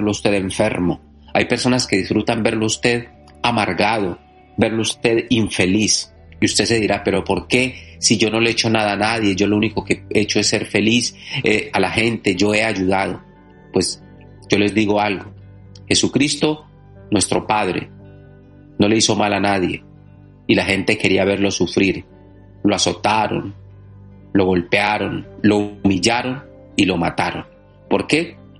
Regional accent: Catemaco, Veracruz, Mexico; de Catemaco, Veracruz, y todos los curanderos de fe estamos aquí preparados

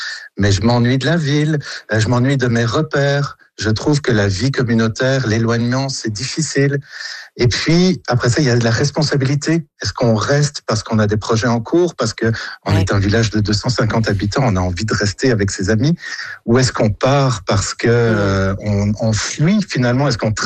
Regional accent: Belgium; moved away as an adult; now in Montréal, Canada; Puis moi, j'ai quitté la Belgique pour Natashquan. À l'époque, j'avais 23 ans. Je terminais mes études à Bruxelles et je savais, mon idée était faite.

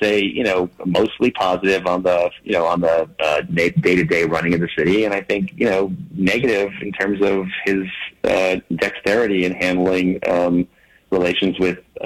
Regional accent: New York City, New York, United States; which is actually where I went as a kid when I grew up on the Upper West Side.

